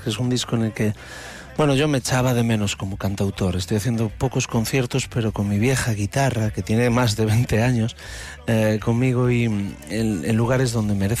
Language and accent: Spanish; Ferrol, Galicia, Spain; soy del 83 de Ferrol, y hablar de salud mental a los de mi barrio, a los de Canido, a los del Muelle